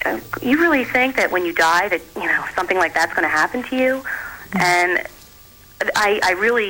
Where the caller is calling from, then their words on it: Philadelphia, Pennsylvania, United States; I'm from Philadelphia, Pennsylvania, outside.